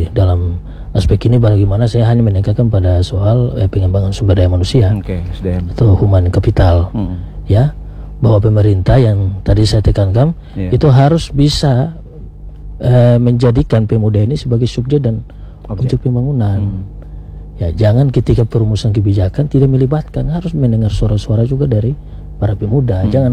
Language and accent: Indonesian; Tulehu, Maluku, Indonesia; born there; saya orang Maluku Tengah. Bagaimana di desa saya di Tulehu misalnya.